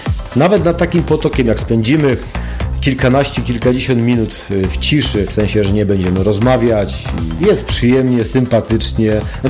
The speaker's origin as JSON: {"language": "Polish", "region": "Beskids", "country": "Poland", "said": "U nas w Beskidach jest mnóstwo potoków."}